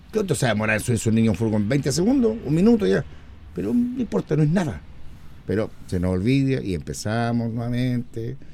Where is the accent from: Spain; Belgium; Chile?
Chile